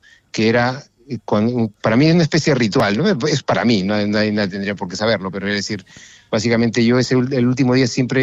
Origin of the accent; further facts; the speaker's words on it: Chimbote, Ancash, Peru; como yo soy de Chimbote, Chimbote es un puerto y siempre está obligado al mar, siempre está cerca del mar